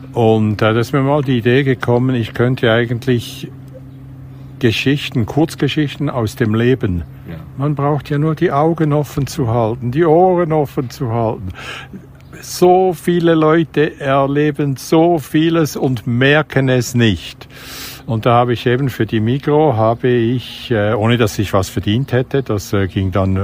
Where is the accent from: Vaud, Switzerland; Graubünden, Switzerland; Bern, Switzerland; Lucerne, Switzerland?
Bern, Switzerland; Und da bist du ertappt als Berner.